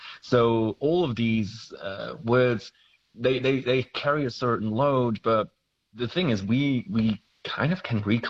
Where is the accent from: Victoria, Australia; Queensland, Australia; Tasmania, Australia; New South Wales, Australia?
Victoria, Australia; Monash; Look, I'm from Monash, and maybe it's a Victorian thing.